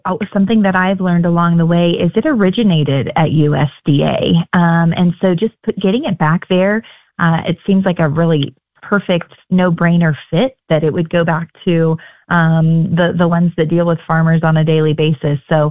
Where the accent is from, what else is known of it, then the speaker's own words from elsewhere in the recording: Kansas, United States; I'm from Kansas